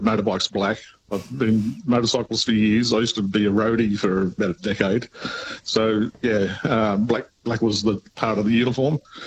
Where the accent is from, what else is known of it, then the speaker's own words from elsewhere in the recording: Newcastle, New South Wales, Australia; primary school, where I grew up in Newcastle, all our house, like sporting houses' names and stuff like that, all taken from coal mines.